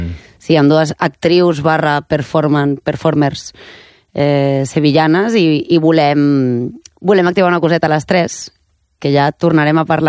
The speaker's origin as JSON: {"language": "Catalan", "town": "Barcelona", "region": "Catalonia", "country": "Spain", "tie": "born or raised there", "said": "sóc barcelonina de tota la vida."}